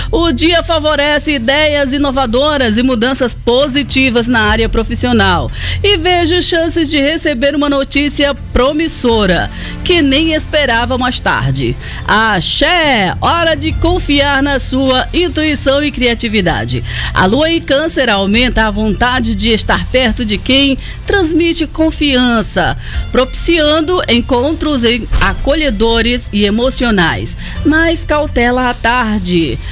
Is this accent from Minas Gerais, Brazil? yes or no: no; Maranhão, Brazil; não é porque eu sou daqui do Maranhão não